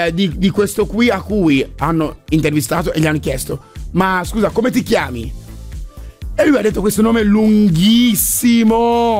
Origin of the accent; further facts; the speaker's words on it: Ghana; io sono del Ghana